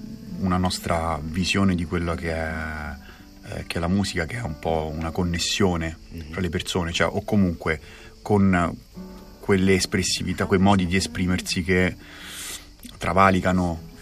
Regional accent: Rome, Lazio, Italy; Io sono di Roma

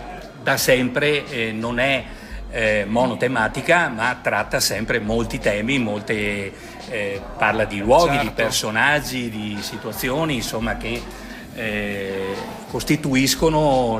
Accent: Adria, Veneto, Italy; io sono di Adria, quindi è a 30 chilometri, certo

